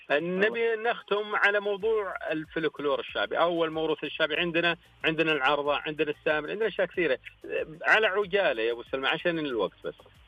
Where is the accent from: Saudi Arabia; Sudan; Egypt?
Saudi Arabia; Hail, Ha'il Province; يعني الريع يمكن مصطلح معروف عندنا بحائل لكن عند غيرنا يمكن ما يعرفه.